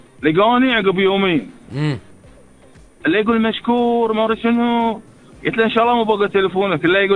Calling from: Bahrain; انا بحريني

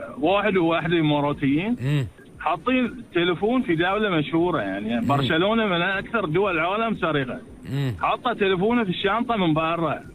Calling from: Bahrain; أنا بحريني

